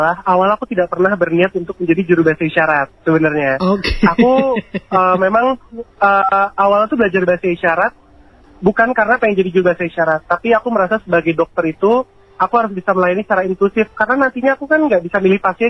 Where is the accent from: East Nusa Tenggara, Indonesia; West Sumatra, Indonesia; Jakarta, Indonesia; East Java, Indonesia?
Jakarta, Indonesia; first language Indonesian; bahasa ibu aku, yaitu bahasa Indonesia yang aku kan lahir besar di Jakarta kan ya. Jadi sebenarnya aku gak tahu bahasa daerah apa-apa gitu.